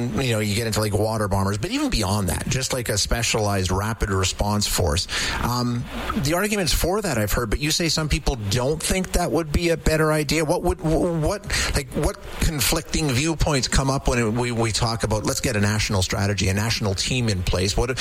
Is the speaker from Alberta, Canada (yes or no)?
yes; Alberta, Canada; I mean, you lived in Banff, I grew up in Alberta